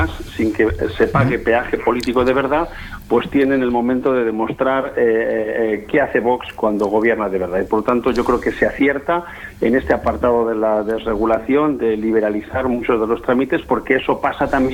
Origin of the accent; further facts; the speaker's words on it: Castile and León, Spain; en Castilla y León somos locomotora de España en sanidad, en educación y en dependencia